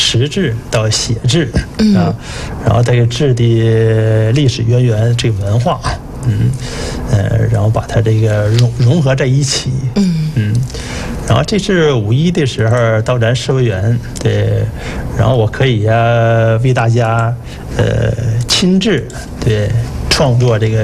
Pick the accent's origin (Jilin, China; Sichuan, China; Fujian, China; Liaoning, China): Liaoning, China; Jinzhou; 了解咱锦州，了解咱家乡的文化